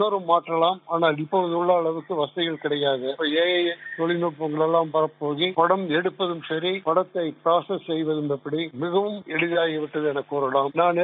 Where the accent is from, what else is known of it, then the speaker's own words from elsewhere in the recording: Thookkanaickenpalayam, Tamil Nadu, India; now in Coimbatore, India; எனது சொந்த ஊர் சத்தியமங்கலத்துக்கு கிழக்கே உள்ள தூக்கணாக்கம்பாளையம் என்னும் ஊராகும். நான் கோயம்புத்தூரில் படித்துவிட்டு கோயம்புத்தூரில் தங்கியுள்ளேன்.